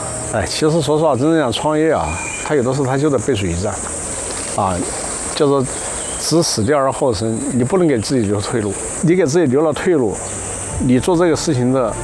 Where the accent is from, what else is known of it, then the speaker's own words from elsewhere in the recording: Chongqing, China; moved away; 我老家是在重庆嘛